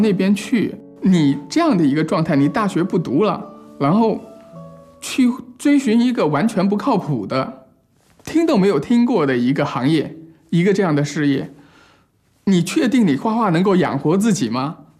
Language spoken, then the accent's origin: Chinese; Jiangxi, China; now in Shenzhen, China; 在深圳之前的那大半年过得非常的孤独，突然之间离开了我家乡江西的所有的熟悉的环境